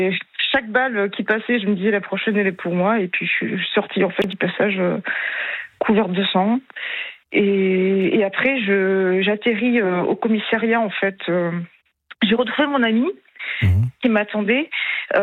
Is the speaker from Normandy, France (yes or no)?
no; Montpellier, Occitanie, France; je suis originaire de Montpellier.